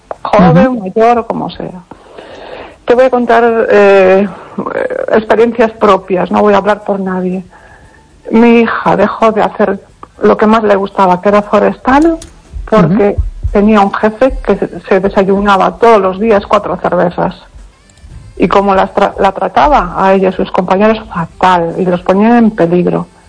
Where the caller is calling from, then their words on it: Pontevedra, Galicia, Spain; de Pontevedra.